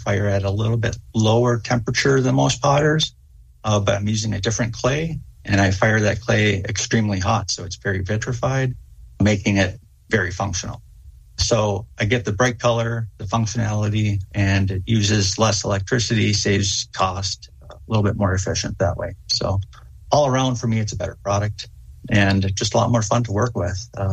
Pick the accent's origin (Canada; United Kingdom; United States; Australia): United States; San Diego, California; moved away; also born or lived in Virginia, Minnesota; I was born in Virginia, Minnesota, and I grew up in San Diego, California. So I grew up around a lot of graffiti art, around a lot of homeless people